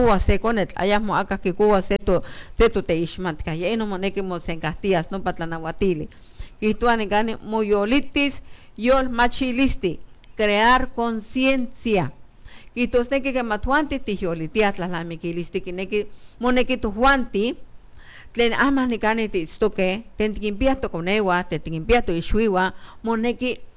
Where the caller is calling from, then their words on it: San Martín Chalchicuautla, San Luis Potosí, Mexico; first language Nahuatl; de este San Martín Chalchicuautla